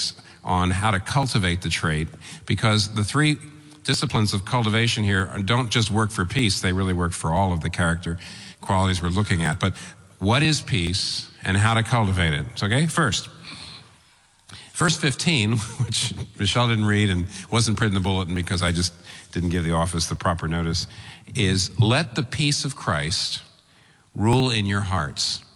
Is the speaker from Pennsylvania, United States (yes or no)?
yes; Pennsylvania, United States; And that's why I'm here. I'm from Pennsylvania.